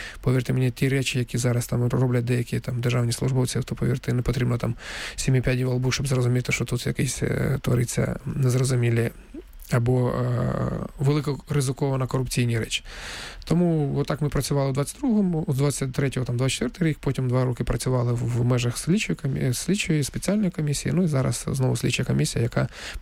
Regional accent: Donetsk, Donetsk Oblast, Ukraine; я сам з Донецька і вперше відчув на себе і на своїй, як тому скажуть, шкурі

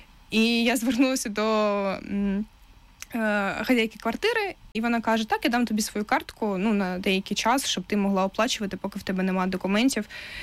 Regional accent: Crimea, Ukraine; з такими ж самими людьми, як я, які кримчани, переїхали нещодавно

